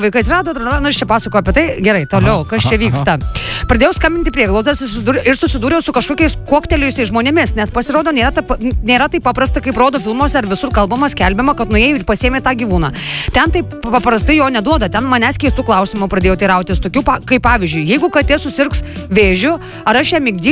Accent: Jurbarkas, Tauragė County, Lithuania; Aš iš Jurbarko.

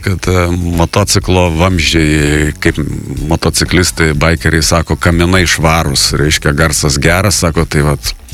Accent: Klaipėda, Klaipėda County, Lithuania; tai, ką mes klaipėdiečiai pamatysim kitų metų rudenį

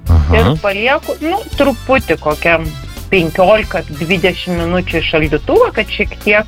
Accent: Ukmergė, Vilnius County, Lithuania; Iš Ukmergės.

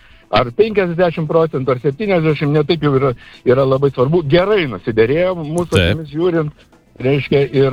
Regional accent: Kaunas, Kaunas County, Lithuania; Iš Kauno.

